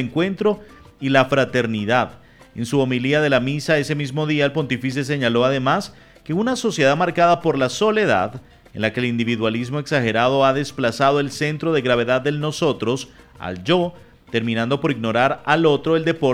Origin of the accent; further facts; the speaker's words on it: Venezuela; now in Medellín, Colombia; Yo soy de Venezuela, vivo en Medellín.